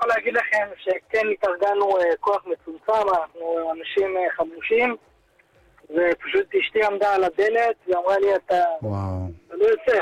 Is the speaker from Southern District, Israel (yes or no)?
yes; Southern District, Israel; born there; now in Petah Tikva, Israel; אבל במקור, אני מקיבוץ סופה בעוטף עזה.